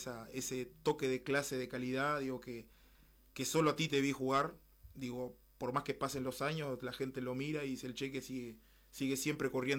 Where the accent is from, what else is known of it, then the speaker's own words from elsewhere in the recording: Tranqueras, Rivera, Uruguay; Y la verdad que me agrada mucho ver eso en mi pueblo, en nuestro estadio, la cantidad de jugadores, el dinamismo que existió.